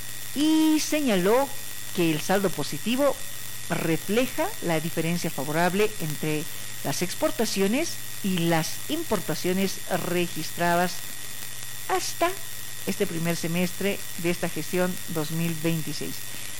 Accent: Bolivia

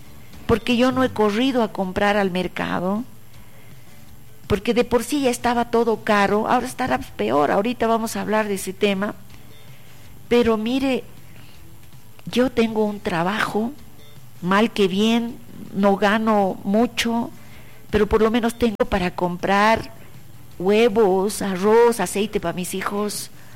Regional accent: Bolivia

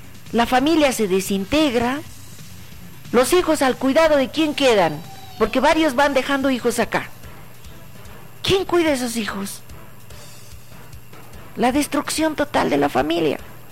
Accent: Bolivia

